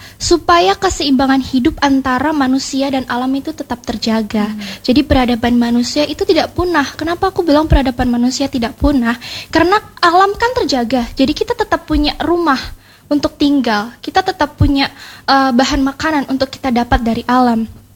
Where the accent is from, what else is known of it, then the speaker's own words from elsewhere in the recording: East Nusa Tenggara, Indonesia; yang tumbuh dan besar di Nusa Tenggara Timur, tentunya kita harus memegang budaya yang ada di Timur ini, sebagai orang Timur ini, yaitu sebagai gadis yang berani, jujur, dan berkarakter.